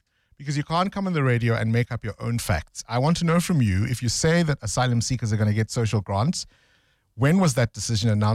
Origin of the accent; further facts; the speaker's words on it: South Africa; But I'm a South African always too.